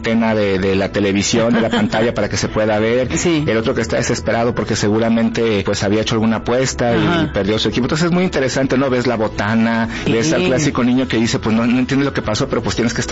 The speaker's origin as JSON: {"language": "Spanish", "country": "Mexico", "said": "quizá muchas veces lo pensamos como mexicanos, pero no lo externamos"}